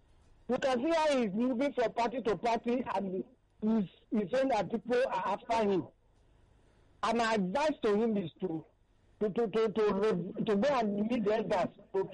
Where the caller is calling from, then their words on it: Ojo, Lagos, Nigeria; from Ojo.